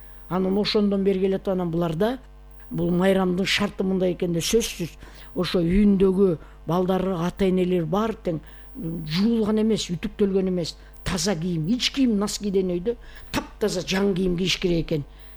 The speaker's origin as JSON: {"language": "Kyrgyz", "town": "Kemin", "region": "Chuy Region", "country": "Kyrgyzstan", "tie": "born or raised there", "said": "Өзгөчө жаккан жери туулуп өскөн жерим го. Киндик кан тамган жерим, кеминим. Кеминде."}